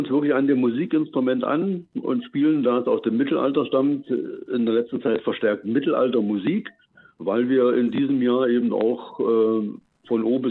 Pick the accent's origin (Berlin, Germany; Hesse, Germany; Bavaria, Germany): Berlin, Germany; now in Thuringia, Germany; Wir kommen aus der Berliner Gegend hierher, sind seit 6 Jahren hier in Thüringen wieder